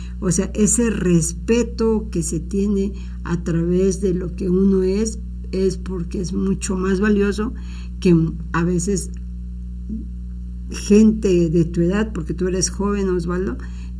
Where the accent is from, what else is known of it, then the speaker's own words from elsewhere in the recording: Veracruz, Mexico; Y yo también soy jarocha